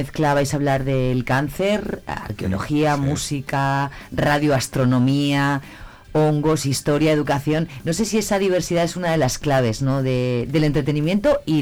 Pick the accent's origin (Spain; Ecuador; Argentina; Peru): Spain; porque somos españoles